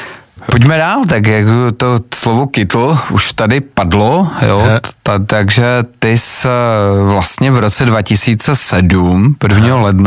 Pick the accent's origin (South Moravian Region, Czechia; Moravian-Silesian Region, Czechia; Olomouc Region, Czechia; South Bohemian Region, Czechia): Olomouc Region, Czechia; Olomouc; já jsem z Olomouce, to je tradiční jako město čokolády